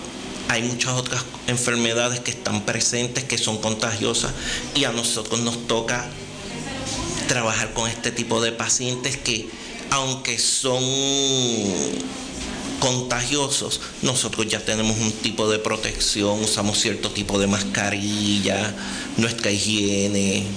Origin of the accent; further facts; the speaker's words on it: Ponce, Puerto Rico; born there; Yo nací en Ponce, mi padre nació aquí en San Germán.